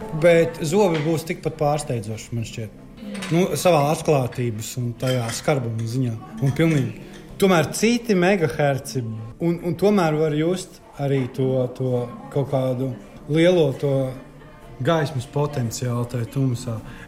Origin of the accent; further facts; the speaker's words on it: Courland, Latvia; Viņa ir žemaitieta. Un es esmu kurzemnieks.